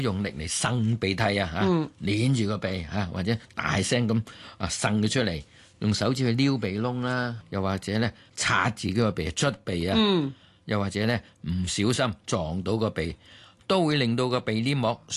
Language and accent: Cantonese; Guangdong, China; 我廣東人叫流鼻血啦。